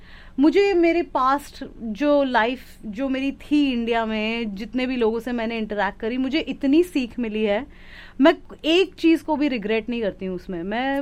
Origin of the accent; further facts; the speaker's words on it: Delhi, India; Because भाई हम दिल्ली वाले हैं, दिल्ली वाले ऐसी बात करते हैं.